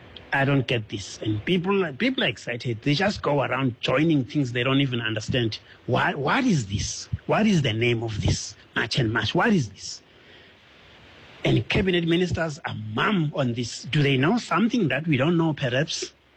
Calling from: Midrand, Gauteng, South Africa; I'm calling from Midrand.

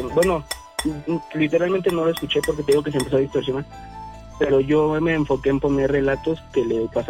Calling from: Chimalhuacán, State of Mexico, Mexico; En Chimalhuacán

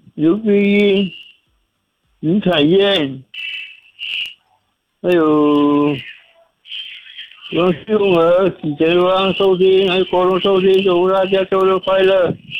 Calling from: Henan, China

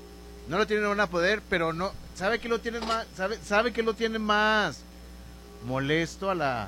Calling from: Mexico

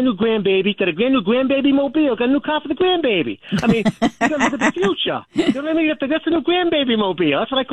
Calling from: Warwick, Rhode Island, United States; from Warwick.

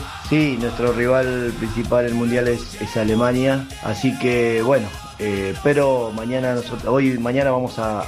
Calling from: Mendoza, Argentina; desde Mendoza

